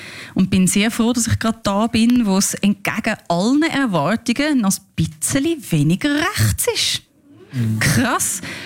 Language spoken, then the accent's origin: German; Switzerland; ich habe schon das Gefühl, ich bin hier in der Schweiz aufgewachsen.